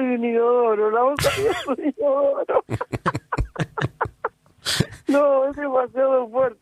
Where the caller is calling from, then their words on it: Ciudad Evita, Buenos Aires Province, Argentina; Yo soy de Ciudad Evita, La Matanza.